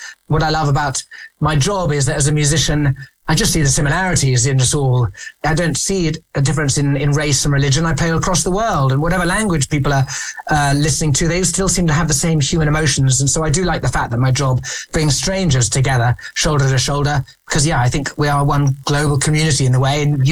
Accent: England, United Kingdom; And as English men in boarding school, I found I had the, you know, feelings, emotions, which just was very hard to convey in normal everyday life.

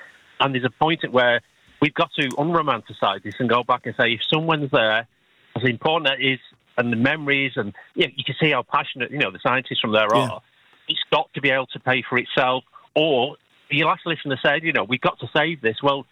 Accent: North West England, United Kingdom; now in Hebden Bridge, United Kingdom; I grew up in the Northwest, and as a child, I used to race at a place called Mow Cop, which had Jodrell Bank in the background.

